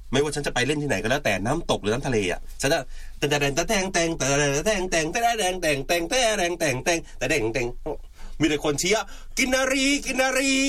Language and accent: Thai; Hainan, China; คือทุกคนก็รู้นะว่า … เนี่ยมาจากเมืองไหหลำ